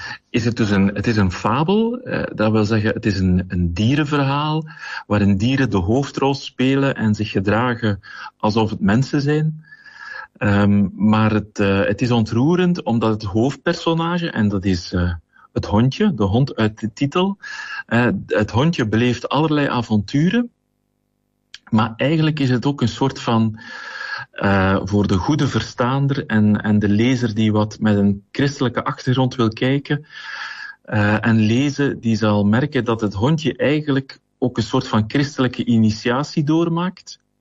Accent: Kortrijk, Flanders, Belgium; Heel kort … ik ben afkomstig uit Kortrijk, gehuwd, vader van 3 bijna volwassen zonen

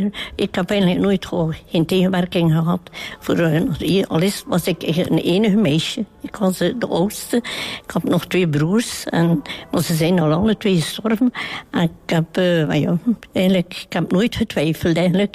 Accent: Nieuwpoort, Flanders, Belgium; now in Kortemark, Belgium; Van aan de kust, van Niepoort ben ik.

